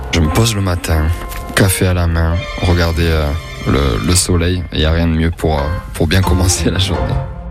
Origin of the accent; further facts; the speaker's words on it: Toulouse, Occitanie, France; Sans hésitation, je dirais le quartier des Arènes, alias les Zaza, parce que c'est là où je suis né, là où j'ai grandi, là où je me suis construit et où j'ai tous mes souvenirs d'enfance.